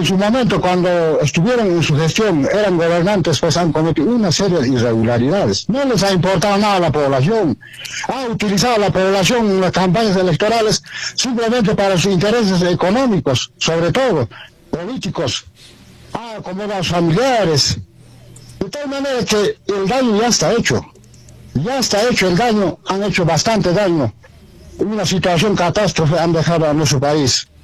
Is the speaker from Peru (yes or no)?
yes; Peru; Ahí está, así somos los peruanos.